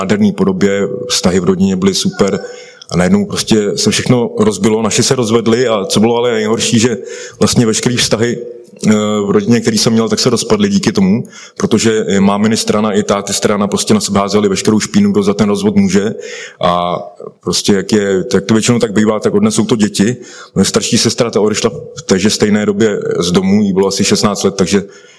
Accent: Karlovy Vary, Karlovy Vary Region, Czechia; já pocházím z Karlových Varů, kde drogy byly vždycky celkem vážný problém

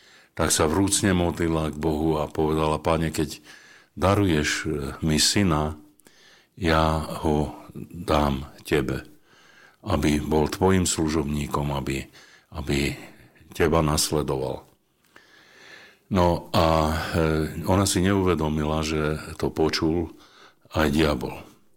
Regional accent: Nesvady, Nitra Region, Slovakia; z roľníckej rodiny, poľnohospodárskej. Pochádzam z Nesvad, okresu Komárno, niektorí tomu hovoria Dolňaky.

